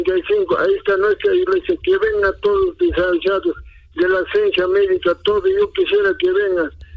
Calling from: Puno, Peru; Estoy llamando de Puno

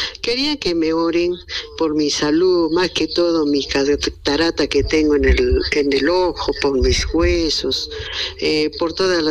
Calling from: Arequipa, Peru; de Arequipa.

